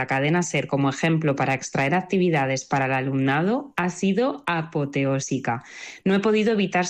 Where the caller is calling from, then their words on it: Macotera, Castile and León, Spain; de Macotera. ¡Feliz verano a todos!